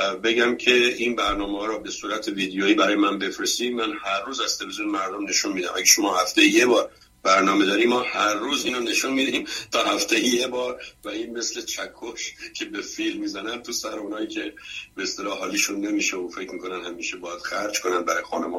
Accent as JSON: {"language": "Persian", "country": "Iran", "lives_now": "Washington, United States", "said": "البته به قول هندی، هر اهل هر کجا که باشیم ما همه ایرانی هستیم، ولی وقتی آدم صدای آشنا می‌شنوه خود به خود قلقلکش میشه."}